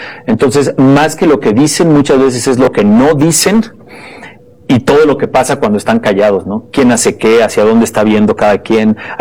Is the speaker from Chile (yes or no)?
no; Mexico; es importante que como mexicanas, que como mexicanos lo sepamos